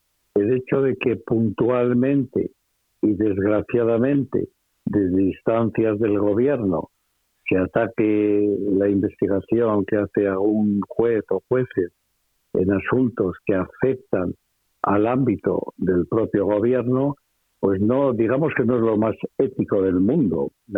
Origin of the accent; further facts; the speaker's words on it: Valladolid, Castile and León, Spain; now in Madrid, Spain; abandonando mi ciudad natal, que era Valladolid, para venirme aquí a Madrid